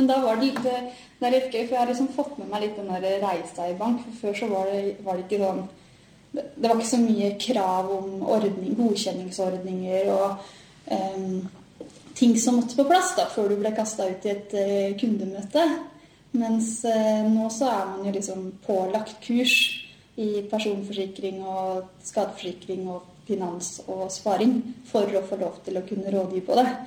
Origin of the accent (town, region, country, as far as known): Buskerud, Norway; born or raised there